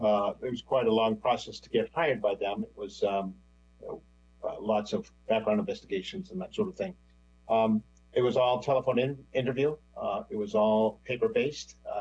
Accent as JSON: {"language": "English", "town": "Silver Spring", "region": "Maryland", "country": "United States", "said": "As I said, I'm from Silver Spring, Maryland"}